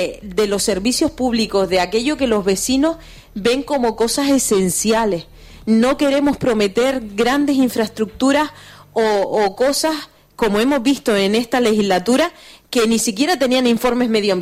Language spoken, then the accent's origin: Spanish; Ingenio, Canary Islands, Spain